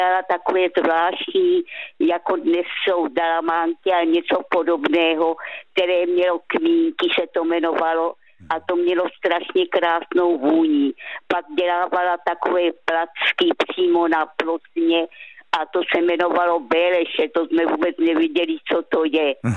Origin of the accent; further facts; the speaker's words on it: Rohatec, South Moravian Region, Czechia; born there; Narodila jsem se v Rohací u Hodonína a tam jsem měla babičku, které se říkalo Stařenka a Stařeček